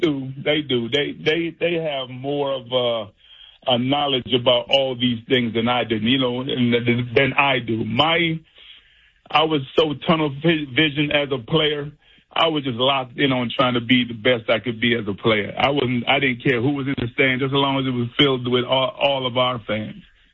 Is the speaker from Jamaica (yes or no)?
yes; Jamaica; now in United States; I used to want to play soccer when I was growing up in Jamaica. I wanted to be the next Pelé. Moved to America, fell in love with this game of basketball